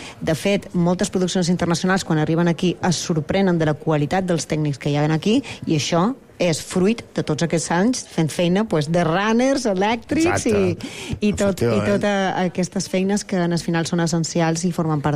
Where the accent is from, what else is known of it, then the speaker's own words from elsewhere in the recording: Balearic Islands, Spain; Som de Balears